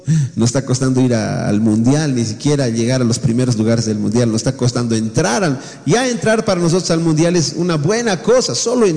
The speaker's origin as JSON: {"language": "Spanish", "country": "Bolivia", "said": "porque somos bolivianos."}